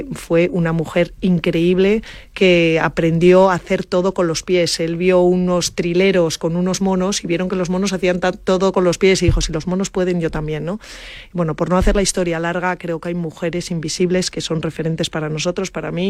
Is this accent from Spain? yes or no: yes; Asturias, Spain; Me estoy acordando ahora de una que se llama … yo soy asturiana